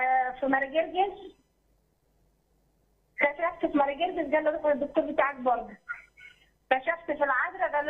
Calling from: Cairo, Cairo Governorate, Egypt; أنا من القاهرة

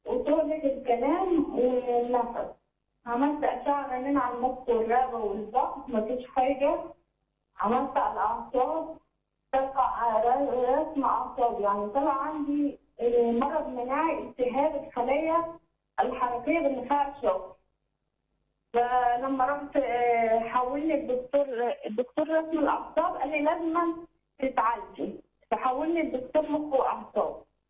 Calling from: Beheira, Egypt; من البحيرة.

